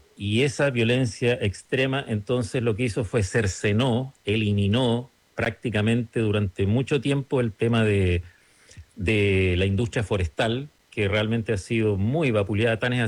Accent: Chile; si somos todos chilenos

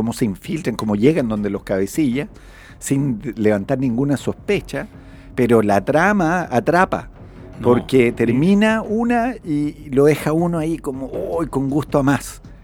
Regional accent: Spain; Pero como española podríamos entenderla, no hay problema.

